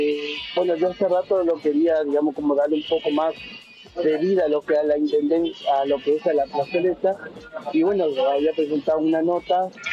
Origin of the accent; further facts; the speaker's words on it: Monte Caseros, Corrientes, Argentina; moved away as an adult; now in Paraná, Argentina; Yo soy de Corriente, hace 18 años estoy acá en Paraná.